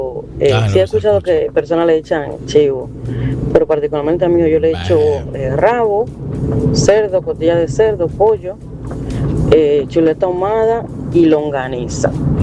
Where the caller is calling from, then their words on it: Dominican Republic; cómo somos nosotros dominicanos.